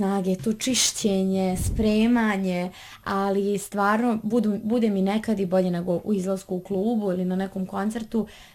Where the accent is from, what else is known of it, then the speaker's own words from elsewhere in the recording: Banja Luka, Republika Srpska, Bosnia & Herzegovina; evo mi smo iz Banja Luke, sva četvoro